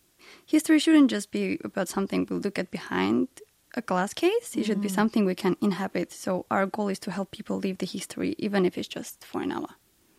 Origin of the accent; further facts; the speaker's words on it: Armenia; moved away as an adult; now in South Korea; I was born and raised in Armenia, and I moved to Korea about 4 years ago for my studies.